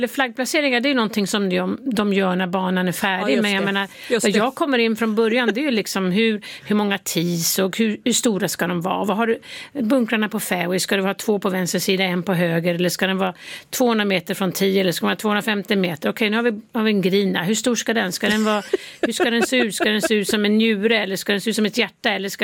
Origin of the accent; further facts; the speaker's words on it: Sweden; now in United States; Ja, jag är fortfarande svensk medborgare. Det måste jag tala om. Barnen är ju svensk medborgare också, så försöker hålla den kontakten.